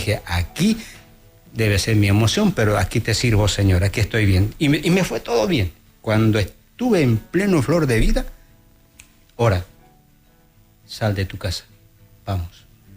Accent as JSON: {"language": "Spanish", "region": "Potosí", "country": "Bolivia", "tie": "born or raised there", "also_born_or_lived": "Sucre", "moved": "as an adult", "lives_now": "Santa Cruz, Bolivia", "said": "del extremo de Potosí, de Yamatumisa"}